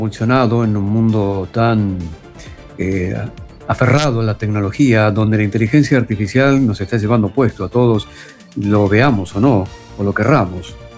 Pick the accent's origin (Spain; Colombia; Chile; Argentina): Argentina